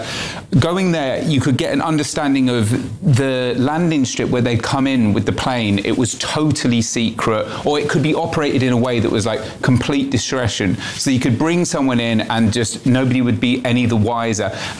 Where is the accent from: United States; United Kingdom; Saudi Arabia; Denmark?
United Kingdom; We're British journalists.